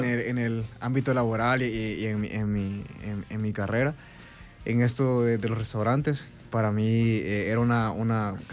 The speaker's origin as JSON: {"language": "Spanish", "country": "El Salvador", "said": "soy el primer salvadoreño que ha entrado en empresa a nivel mundial."}